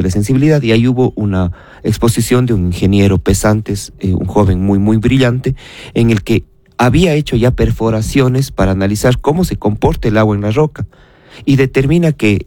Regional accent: Ecuador; todos los ecuatorianos somos propietarios de estos recursos.

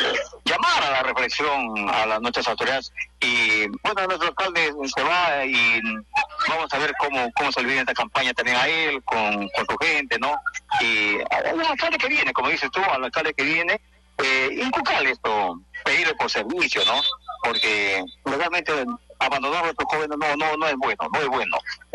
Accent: Rioja, San Martín, Peru

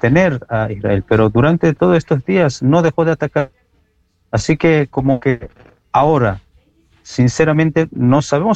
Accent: Iran

